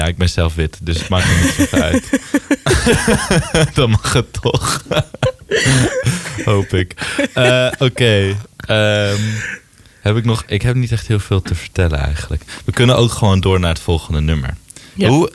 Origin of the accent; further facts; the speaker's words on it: Friesland, Netherlands; En ik kom uit Friesland.